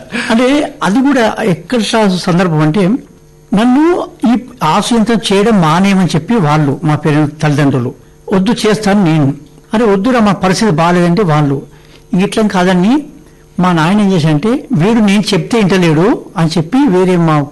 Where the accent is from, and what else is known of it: Sharajipet, Telangana, India; born or raised there